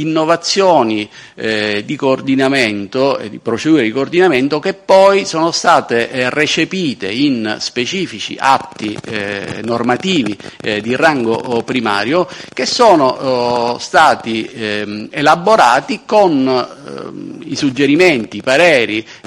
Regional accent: Catania, Sicily, Italy; essendo catanese anch'io

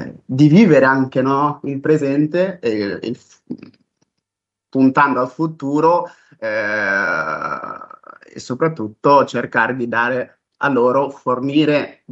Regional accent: Beira, Sofala, Mozambique; also born or lived in Marromeo; E niente, sono nato a Marromeo, in Mozambico, in questo distretto, e poi sono cresciuto a Beira. Diciamo che è a Beira dove tutto ebbe inizio.

